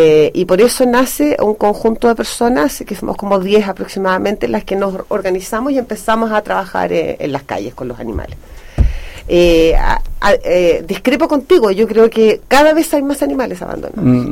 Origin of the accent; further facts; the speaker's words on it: Chile; lamentablemente somos chilenos